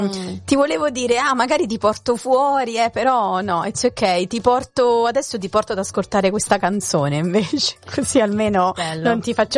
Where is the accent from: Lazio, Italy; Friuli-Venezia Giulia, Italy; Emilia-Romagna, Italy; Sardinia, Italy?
Lazio, Italy; Torvaianica; moved away; sempre da dove vengo io, Tor Vaianica, perché è sul mare